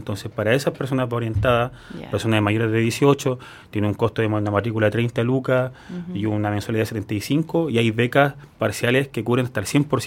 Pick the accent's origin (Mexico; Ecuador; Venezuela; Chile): Chile; Los Álamos, Biobío; born there; also born or lived in Lebu; yo soy de Los Álamos y pasé parte de mi adolescencia en Lebu.